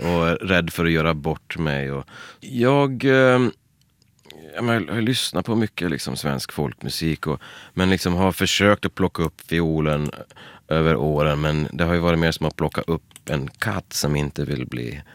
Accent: Leksand, Dalarna County, Sweden; när jag växte upp i Leksand

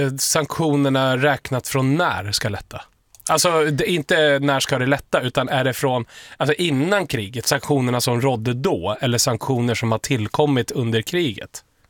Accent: Sweden; Vi är ju från Sverige.

